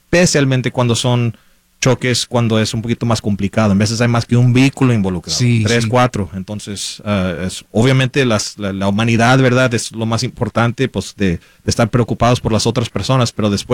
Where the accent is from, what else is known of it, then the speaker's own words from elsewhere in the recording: McAllen, Texas, United States; now in San Antonio, United States; Pues soy americano, pero pues hablo español. Pues sí. Crecí en el valle, el sur de Texas, en el área de McAllen, de Far, San Juan Álamo. Y pues me mudé aquí a San Antonio hace casi 10 años.